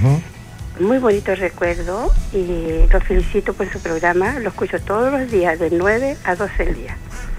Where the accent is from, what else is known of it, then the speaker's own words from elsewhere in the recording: María Elena, Antofagasta, Chile; moved away; Soy una persona ya, no soy tan vieja, pero soy adulta mayor. Soy de María, era de María Elena.